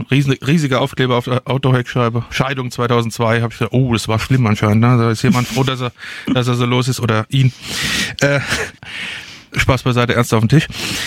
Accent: Darmstadt, Hesse, Germany; ich bin hier in Darmstadt geboren und aufgewachsen.

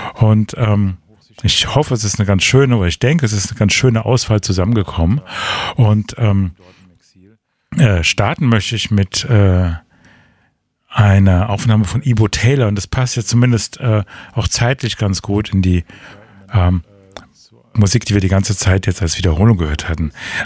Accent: Frankfurt, Hesse, Germany; Ich komme aus Frankfurt eigentlich und stand 10 Minuten oder 15 Minuten vor Sendebeginn vor dem Studio

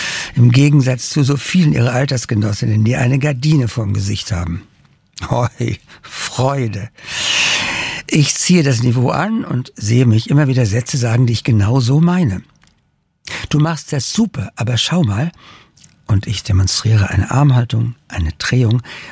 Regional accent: Darmstadt, Hesse, Germany; geht die Sonne unter, hinter den Darmstädter Palmen. Ein plötzlich rosa Himmel und ich freue mich an meiner Heimatstadt

